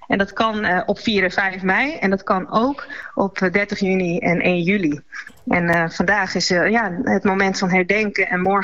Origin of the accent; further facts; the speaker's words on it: Friesland, Netherlands; also born or lived in Amsterdam / Dokkum / Heerenveen; now in Leeuwarden, Netherlands; Ik ben Fries. Mijn vader is wit Fries. Mijn moeder is zwart Surinaams. Dus ik ben geboren in Amsterdam. Maar sinds mijn eerste levensjaar woonachtig in Friesland. Van Dokkum tot Heerenveen. En we wonen met ons gezin met heel veel plezier in Leeuwarden.